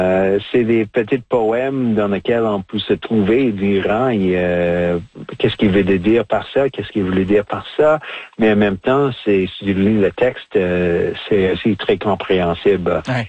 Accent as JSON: {"language": "French", "region": "Saskatchewan", "country": "Canada", "second_language": "French", "moved": "yes", "lives_now": "Manitoba, Canada", "said": "je suis un franco-manitobain d'option. Mais de penser quand même d'être une Première Nation de Saskatchewan"}